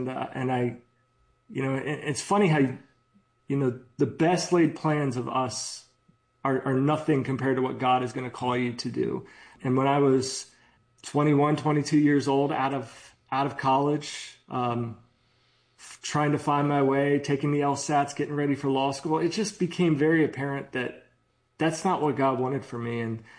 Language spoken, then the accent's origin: English; Maryland, United States; growing up in the Baltimore, Washington metropolitan area, that's, you know, it's very similar.